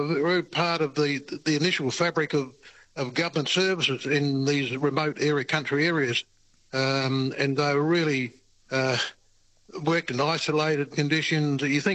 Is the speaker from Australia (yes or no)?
yes; Adelaide, South Australia, Australia; But we're from Adelaide. A lot of us are up here. We made the trip up here to come along and just to pay our respects to a very tragic set of circumstances.